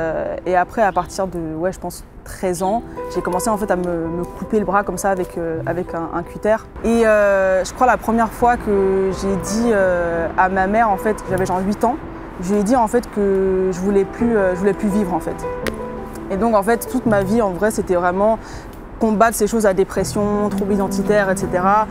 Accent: Switzerland; also born or lived in England; je viens de la Suisse et voici mon témoignage. Je suis née en Suisse. D'une mère qui est moitié allemande, moitié anglaise et d'un père qui est suisse. J'ai grandi un peu en Angleterre, un peu en Suisse.

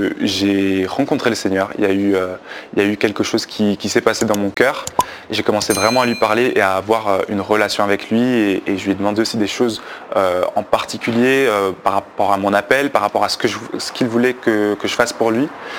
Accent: Belgium; Donc j'ai grandi en Belgique, du coup, j'ai une enfance assez normale avec ma famille qui est chrétienne

